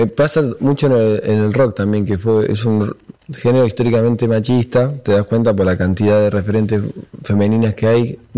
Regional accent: La Plata, Buenos Aires Province, Argentina; yo soy rioplatense, sí, soy de La Plata, soy porteño, o sea, vivo hace años acá.

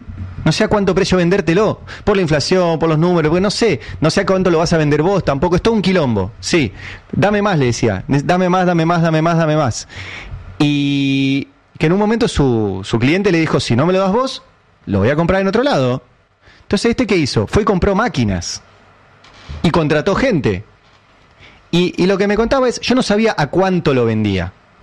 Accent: Catalonia, Spain; now in Argentina; Para mí, ya que soy catalán y consultor político, hablemos de los super ricos y hablemos de que se puede generar riqueza en la Argentina

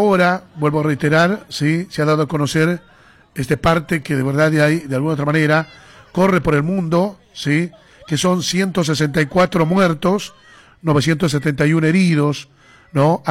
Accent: Bolivia; nuestro país Bolivia

